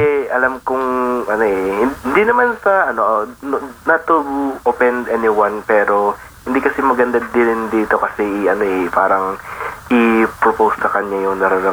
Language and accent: Tagalog; Central Visayas, Philippines; kung saan ako lumaki, yung naging childhood province ko, which is yung Cebu province namin talaga siya.